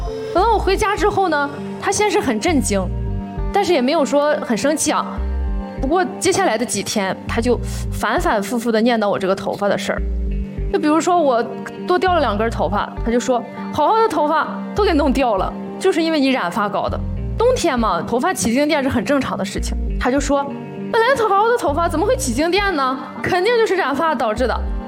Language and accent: Chinese; Changchun, Jilin, China; 我是吉林长春人。